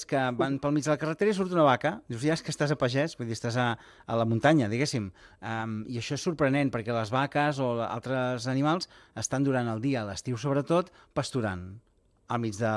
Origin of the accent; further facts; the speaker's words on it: Gironella, Catalonia, Spain; jo sóc de Gironella